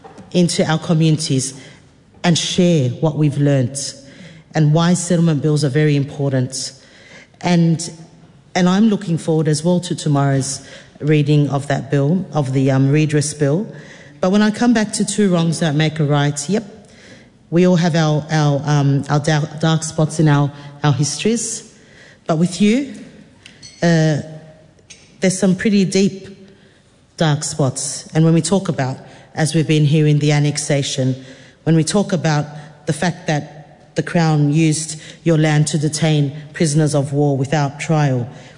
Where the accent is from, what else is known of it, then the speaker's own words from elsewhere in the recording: Australia; moved away as an adult; now in New Zealand; I was born and raised in Australia, a Lebanese wahine from Australia